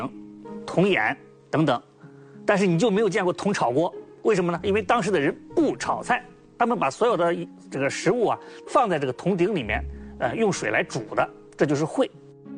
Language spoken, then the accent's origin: Chinese; Henan, China